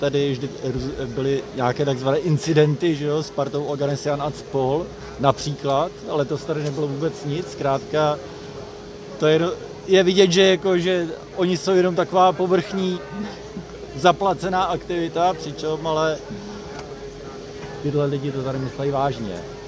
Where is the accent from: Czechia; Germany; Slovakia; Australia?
Czechia; Prague; Já jsem z Prahy.